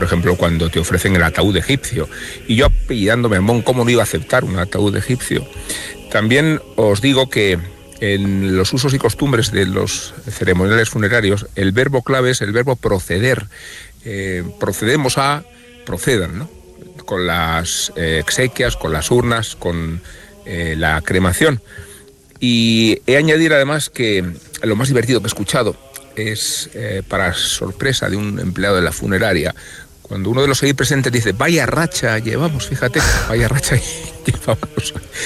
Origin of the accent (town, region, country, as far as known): Salamanca, Castile and León, Spain